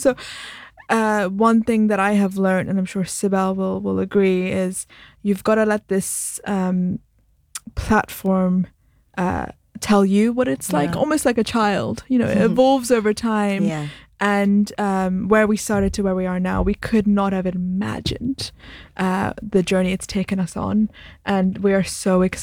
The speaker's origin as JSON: {"language": "English", "region": "London", "country": "United Kingdom", "said": "we're both from London. We know the city inside and out"}